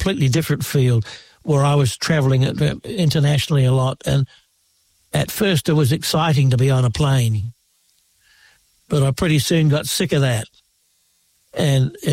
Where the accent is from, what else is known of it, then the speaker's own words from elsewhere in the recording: New Zealand; now in Australia; I'm not an Australian. I'm from New Zealand, and my kids think I should become an Australian citizen, but I'm reluctant.